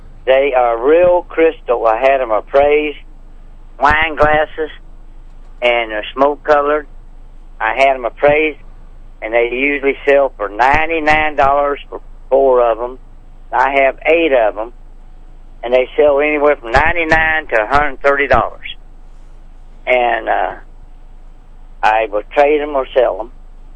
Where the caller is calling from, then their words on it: Franklin, Missouri, United States; Franklin, Missouri, and I'm sitting here